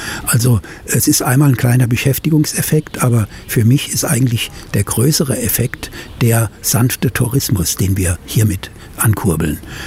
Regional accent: Bacharach, Rhineland-Palatinate, Germany; moved away as an adult; Ja, also wenn Sie das hören an meinem Dialekt, ich bin nicht geboren hier in der Region. Ich komme gebürtig aus Bacharach am Rhein.

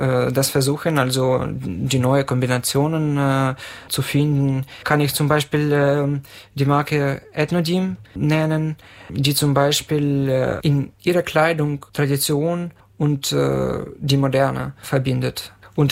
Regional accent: Chernihiv, Chernihiv Oblast, Ukraine; diese traditionelle Wyszywanka habe ich aus meiner Heimatstadt Tscherniw mitgenommen, als diese Stadt im März 2022 belagert war.

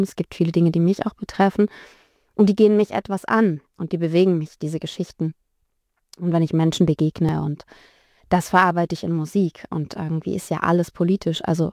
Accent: Heilbronn, Baden-Württemberg, Germany; born or raised there; moved away as an adult; also born or lived in Thuringia; now in Tübingen, Germany

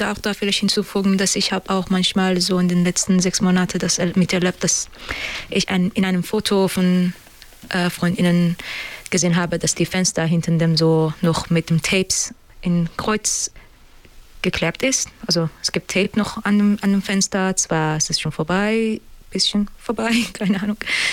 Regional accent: Iran; German is a second language; moved away as an adult; now in Germany; Also ich bin seit 3 Jahren nach Deutschland gekommen und habe noch, also ich bin da geboren und aufgewachsen und habe Familie, Freunde und alle noch da.

